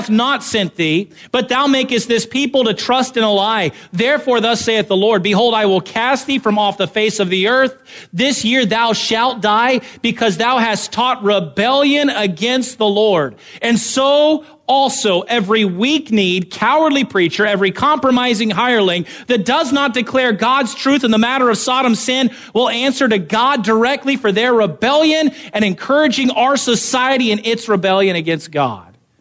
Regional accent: United States; born there

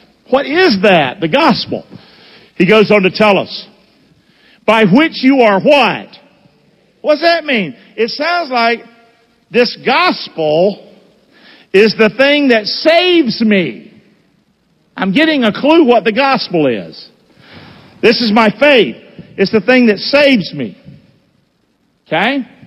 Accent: Rockingham, United States; I grew up in Rockingham. I was a hell raiser. God was a cuss word in my house.

